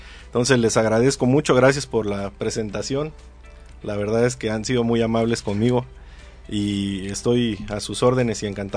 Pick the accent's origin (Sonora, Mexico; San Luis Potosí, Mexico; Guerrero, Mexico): Guerrero, Mexico; Acapulco; also born or lived in State of Mexico; Llegamos a Acapulco. Hago aquí pues toda mi vida. Yo soy acapulqueño. Aunque nací en el Estado de México, pues desde los 2 años vivo aquí. No me acuerdo nada de allá. Si me preguntan, prácticamente toda mi vida ha sido en Acapulco.